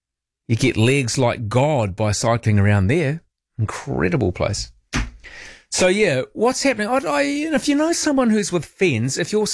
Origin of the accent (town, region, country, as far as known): Christchurch, Canterbury, New Zealand; born there